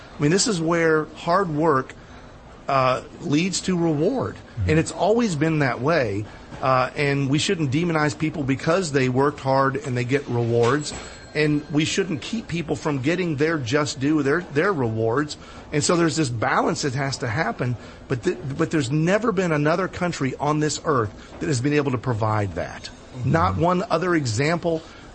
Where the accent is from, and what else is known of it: United States; born or raised there